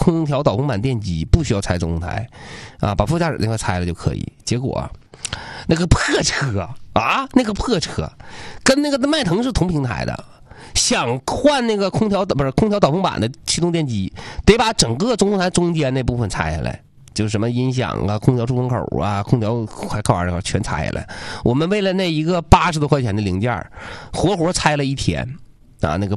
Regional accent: Northeast China, China

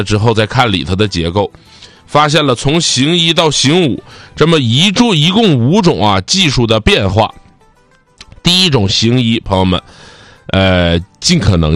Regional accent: Northeast China, China; 我们东北都叫扫色

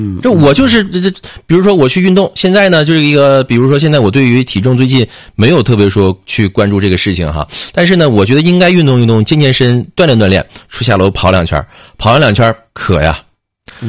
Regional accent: Northeast China, China; accent: Northeastern; 用咱们东北话讲

